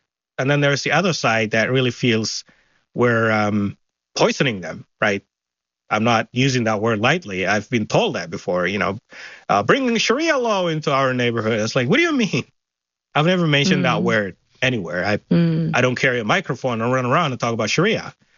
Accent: United States; I don't know if so many Americans would agree with me when I say I'm American because I've been told, go back to your country.

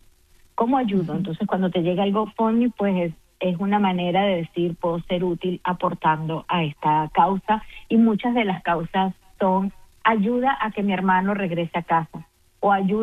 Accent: Venezuela; now in Doral, United States; Más de 40% de los habitantes somos venezolanos, por cierto

